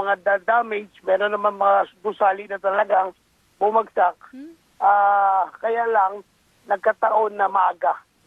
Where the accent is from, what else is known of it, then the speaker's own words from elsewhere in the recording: Soccsksargen, Philippines; So doon kasi sa amin sa South Cotabato, yung government hospital meron kagad kasi in charge